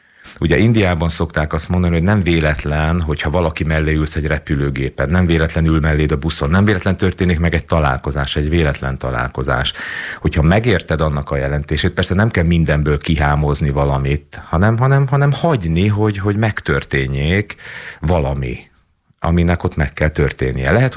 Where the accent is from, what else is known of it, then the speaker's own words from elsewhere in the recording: Hungary; én egyébként magyar vagyok.